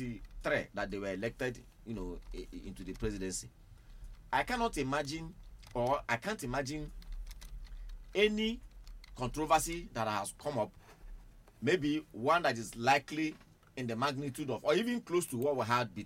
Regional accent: Lagos, Nigeria; The southwest part of the country. I live there. I grew up there. I grew up in Lagos.

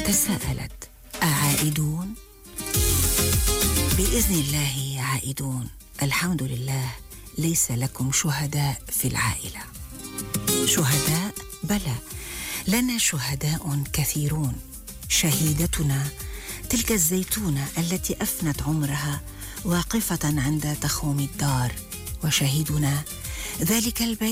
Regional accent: Lebanon; نحن لبنانية

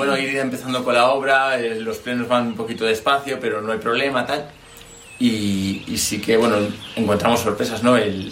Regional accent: Santoña, Cantabria, Spain

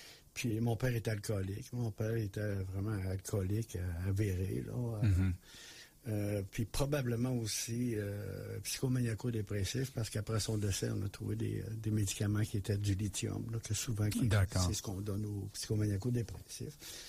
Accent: Bellechasse, Quebec, Canada; moi j'ai été élevé dans Bellechasse, dans la région de Bellechasse, en campagne

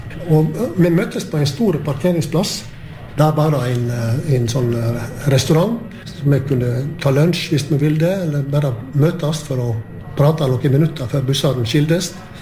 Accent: Gaupne, Vestland, Norway; så sa jeg at jeg kommer jo ifra Gaupne, og da gret hun.

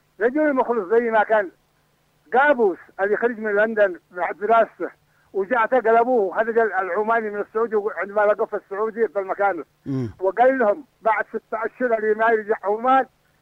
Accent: Yemen; عندنا في اليمن استعملتنا

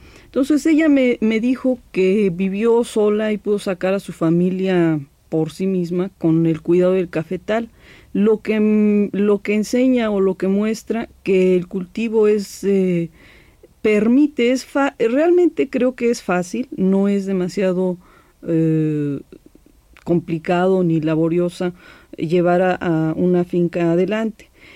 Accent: Oaxaca, Mexico; now in Mexico City, Mexico; me ha estado llevando al pueblo de donde soy originaria, en la Mixteca oaxaqueña.

